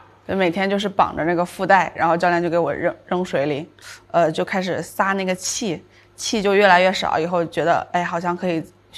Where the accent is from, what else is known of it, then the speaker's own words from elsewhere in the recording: Tianjin, China; 因为我是天津人，然后其实天津的小朋友像我们那个年代，我们都是在河里长大的。